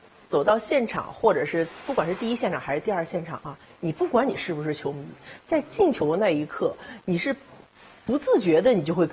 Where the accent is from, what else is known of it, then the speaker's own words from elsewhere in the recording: Jiangsu, China; 用东北话，我江苏人，但我东北话学得挺溜的，就是咱们东北话说叫偏得。